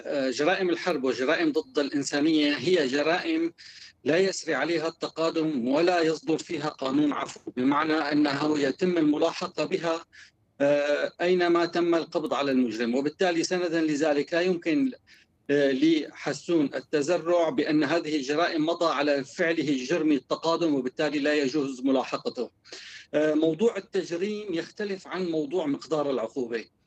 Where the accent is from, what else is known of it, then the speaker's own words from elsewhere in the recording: Syria; جميعنا كسوريين